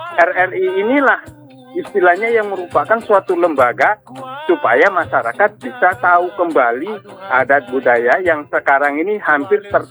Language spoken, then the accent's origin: Indonesian; Java, Indonesia; Walaupun saya suku Jawa.